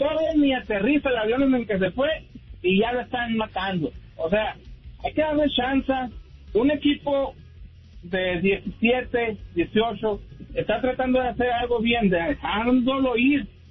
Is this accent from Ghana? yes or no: no; Mexico; que hay que tratar de hacer las cosas un poco mejor como mexicanos.